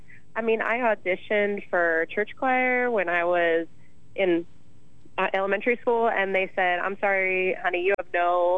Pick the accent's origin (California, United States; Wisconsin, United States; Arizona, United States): Arizona, United States; Phoenix; also born or lived in Flagstaff; so I wasn't born in Phoenix, but I'm just about born and raised in Phoenix, where we're talking together today. And I lived up in Flagstaff for about 6 years